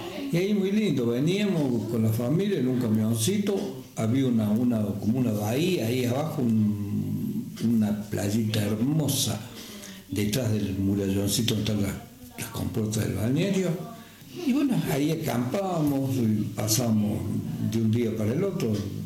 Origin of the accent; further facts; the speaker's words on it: Río Cuarto, Córdoba, Argentina; born there; also born or lived in Las Higueras; now in Alpa Corral, Argentina; Nacido en Río Cuarto y radicado en Río Cuarto, pero mis padres tenían quinta en Higuera.